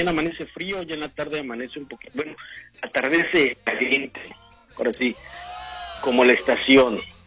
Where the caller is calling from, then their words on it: Tijuana, Baja California, Mexico; te hablo desde Tijuana.